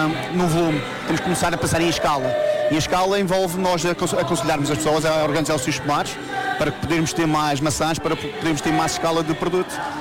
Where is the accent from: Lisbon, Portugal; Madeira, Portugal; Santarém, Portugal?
Madeira, Portugal; Eu sou natural do Santa Serra